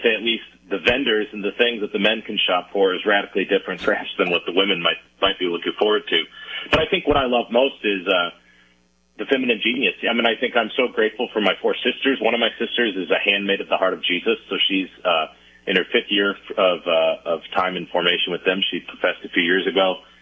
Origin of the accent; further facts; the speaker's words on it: Elm Grove, Wisconsin, United States; So I grew up in Elm Grove, a suburb right next to it. I went to a K through 8 parochial school, went to an all-boy Jesuit high school here in Milwaukee named Marquette High School.